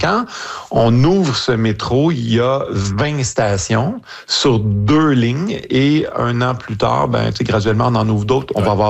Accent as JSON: {"language": "French", "town": "Montreal", "region": "Quebec", "country": "Canada", "said": "Chez nous à Montréal"}